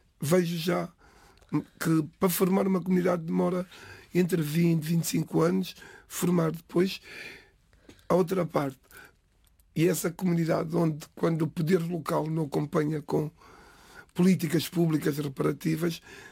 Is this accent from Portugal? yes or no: yes; Amadora, Lisbon, Portugal; born there